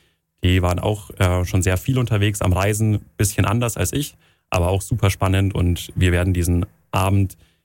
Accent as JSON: {"language": "German", "town": "Augsburg", "region": "Bavaria", "country": "Germany", "tie": "born or raised there", "said": "25 Jahre alt, geboren und aufgewachsen in Augsburg"}